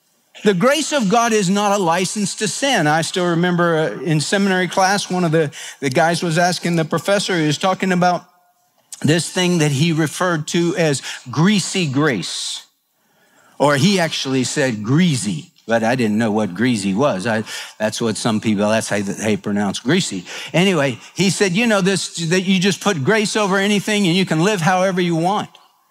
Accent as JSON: {"language": "English", "town": "Houston", "region": "Texas", "country": "United States"}